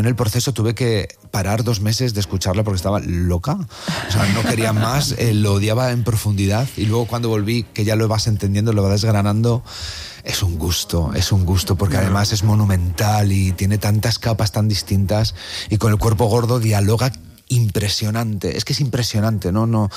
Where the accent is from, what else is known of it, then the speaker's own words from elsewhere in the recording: Valladolid, Castile and León, Spain; yo soy de Valladolid, tengo el Museo Nacional de Escultura en mi ciudad y es algo que está conmigo, que está conmigo.